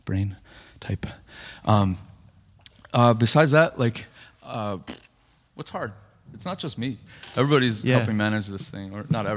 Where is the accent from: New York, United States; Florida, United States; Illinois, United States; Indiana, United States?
New York, United States; Syracuse; also born or lived in Ithaca; now in Rochester, United States; I moved here. I was in Ithaca, and before that, New York, and I grew up in Syracuse.